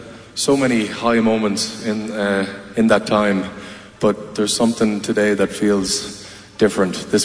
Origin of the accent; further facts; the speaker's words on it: Ireland; we come from Ireland.